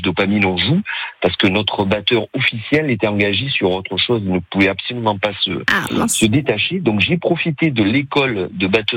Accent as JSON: {"language": "French", "town": "Saint-Mamert-du-Gard", "region": "Occitanie", "country": "France", "said": "je suis de Saint-Mamère."}